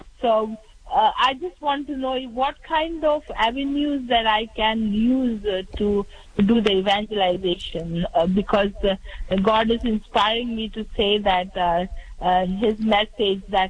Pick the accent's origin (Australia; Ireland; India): India; First of all, let me give you a history of where I come from. I'm originally from India. We belong to the King Solomon Jews of India